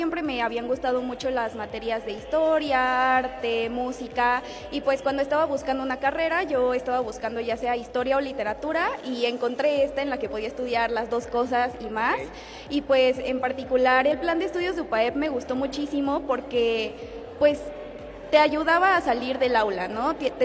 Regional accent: Mexico City, Mexico; now in Puebla, Mexico; Yo soy de Ciudad de México.

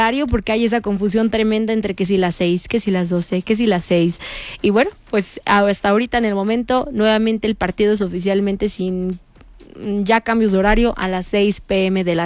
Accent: Mexico; nosotros como mexicanos, que somos anfitriones

